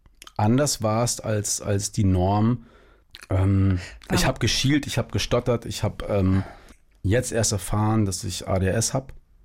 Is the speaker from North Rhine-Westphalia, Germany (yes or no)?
yes; Siegen, North Rhine-Westphalia, Germany; born there; also born or lived in Giessen; Genau, also ich bin in Siegen geboren, meine große Schwester zum Beispiel noch in Würzburg.